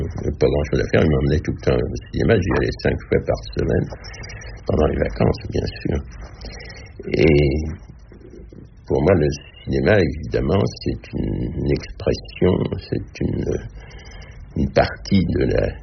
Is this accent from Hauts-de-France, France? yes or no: no; Le Havre, Normandy, France; Et tant enfant, même des personnages sont plus ou moins ressemblants à des personnages que j'ai connus dans mon enfance au Havre.